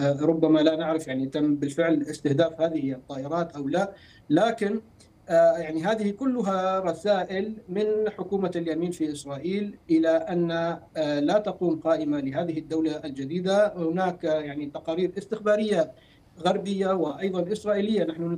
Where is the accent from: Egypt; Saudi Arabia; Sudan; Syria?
Syria; now in Paris, France; نحن كسوريين